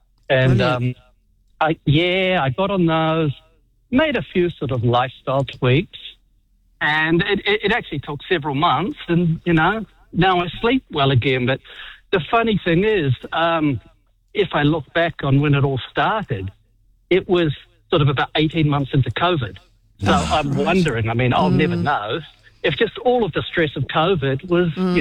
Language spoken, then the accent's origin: English; Auckland, New Zealand; now in Napier, New Zealand; I'm originally from Auckland, but I'm living in Napier, and all of my closest friends are in Auckland.